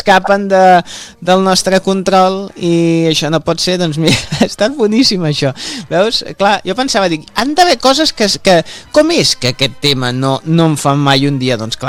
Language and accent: Catalan; Constantí, Catalonia, Spain; som de Constantí, són del meu país, com les avellanes